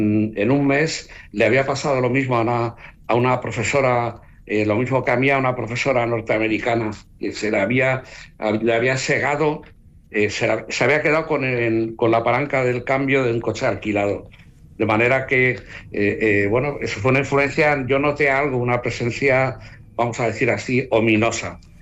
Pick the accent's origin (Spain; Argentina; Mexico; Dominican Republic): Spain; Cuenca, Castilla-La Mancha; born there; Pues fíjate, arranca de mi infancia, yo creo. Yo nací en Cuenca